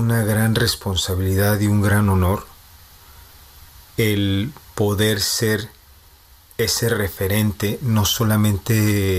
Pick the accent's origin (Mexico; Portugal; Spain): Mexico; Tamaulipas; now in Czechia; no somos muchos tamaulipecos radicando en Chequia. Sé que los hay, sé que no soy el único